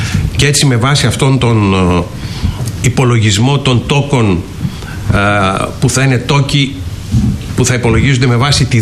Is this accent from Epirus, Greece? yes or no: yes; Ioannina, Epirus, Greece; ανακοίνωσε χθες στα Γιάννενα ο Υπουργός Οικονομικών με αφορμή ένα αναπτυξιακό συνέδριο που γινόταν εκεί στην πατρίδα μου